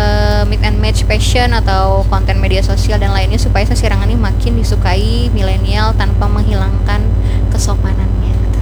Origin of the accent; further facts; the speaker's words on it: South Kalimantan, Indonesia; kita juga bangga kan sebagai orang Kalimantan Selatan